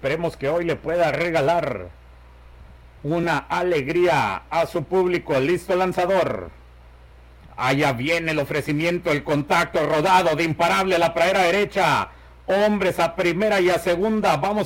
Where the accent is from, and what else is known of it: Mexico